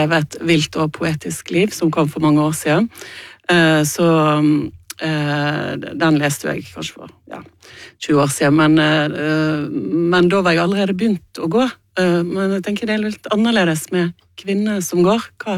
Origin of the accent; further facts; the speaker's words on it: Bergen, Vestland, Norway; Ja, altså, jeg kommer jo fra Bergen